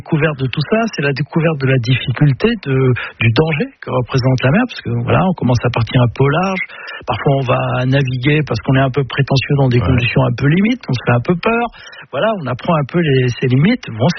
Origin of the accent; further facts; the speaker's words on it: Brittany, France; je suis breton et puis je le ressens profondément. Donc voilà, de la vallée de la Rance, juste derrière Saint-Malo